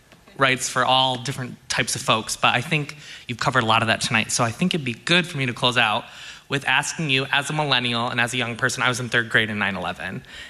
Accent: Traverse City, Michigan, United States; I am turning 32 next week. I'm from Traverse City.

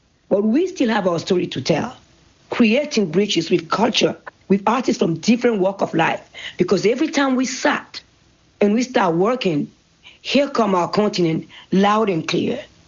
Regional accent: Benin; because I'm still that curious little girl growing up in Benin, asking relentlessly questions.

